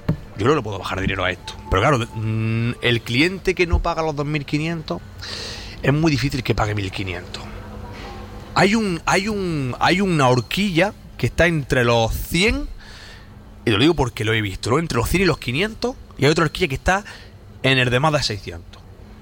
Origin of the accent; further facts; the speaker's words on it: Spain; Que somos españoles.